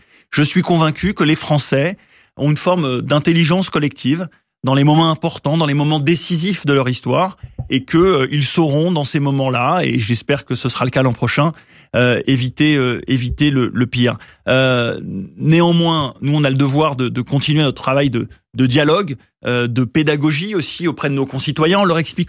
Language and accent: French; France; nous sommes d'une certaine manière sans cesse sur nos gardes en tant que Français juifs